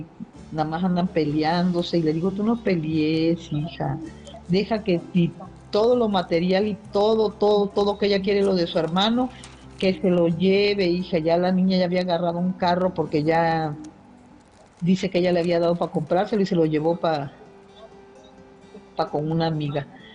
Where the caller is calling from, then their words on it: Aguascalientes, Mexico; de aquí de Aguascalientes.